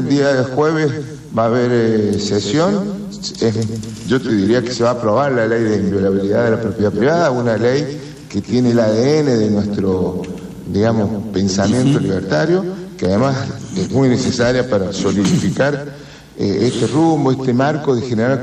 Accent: San Luis, Argentina; Yo vengo de la provincia de San Luis, donde siempre se gobernó con equilibrio fiscal.

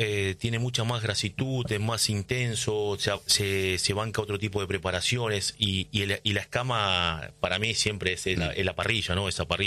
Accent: Cruz Alta, Córdoba, Argentina; born there; moved away as an adult; now in Santa Fe, Argentina; tampoco soy santafesino, yo nací en Cruz Alta, Córdoba, a la vera del río Carcarañá, nos divide el río, así que de un lado es Córdoba, otro a Santa Fe. Cuando llegué en el 2013 a cocinar a Santa Fe

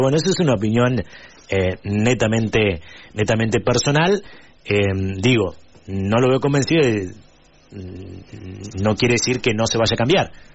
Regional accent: Argentina

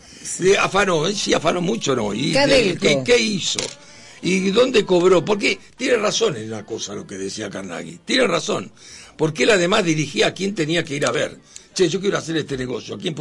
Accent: Argentina

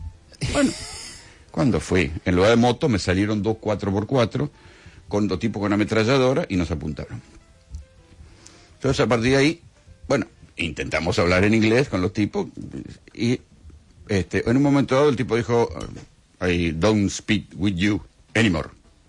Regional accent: Argentina; vengo de Argentina

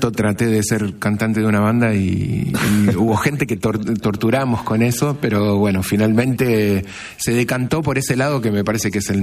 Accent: Ushuaia, Tierra del Fuego, Argentina; moved away; no nací, pero crecí en Ushuaia

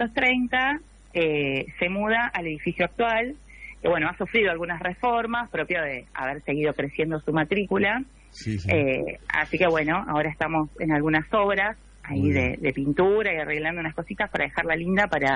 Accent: Rivera, Buenos Aires Province, Argentina; yo nací en Rivera, después un tiempo no viví acá, pero volví ya hace unos años

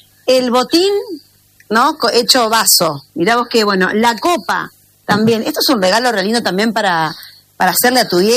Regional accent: Argentina; todos somos argentinos

